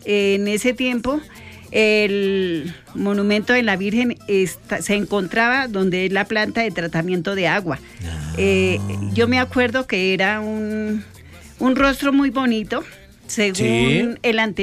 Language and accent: Spanish; Susacón, Boyacá, Colombia; Yo no soy de Duitama, yo soy del norte de Boyacá